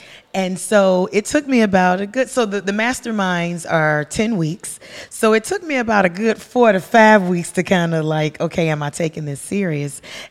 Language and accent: English; Chicago, Illinois, United States; Now, listen, I'm from Chicago, and which they had nothing to do with it, but I'm from Chicago